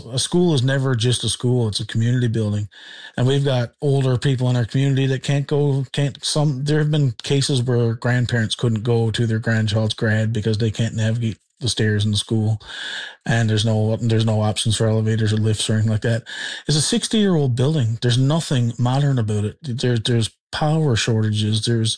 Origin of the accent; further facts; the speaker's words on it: Cartwright, Newfoundland and Labrador, Canada; I'm an HJ alumni right from K-12, born and bred in Cartwright.